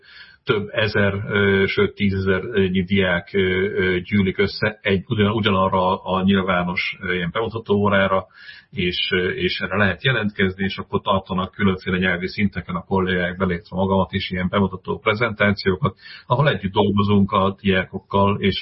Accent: Southern Slovakia, Slovakia; now in Hungary; És ugye én felvidéki származású vagyok, tehát én azért ismerek több szláv nyelvet, hiszen olyan környezetben nőttem fel

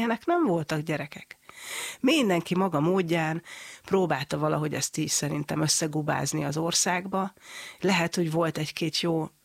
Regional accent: Borsod-Abaúj-Zemplén, Hungary; mivel hogy én Borsod megyei vagyok

